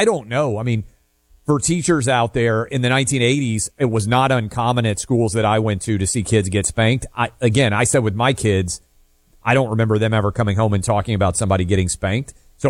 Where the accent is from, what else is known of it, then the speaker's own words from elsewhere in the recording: New York City, New York, United States; I'm growing up in New York City.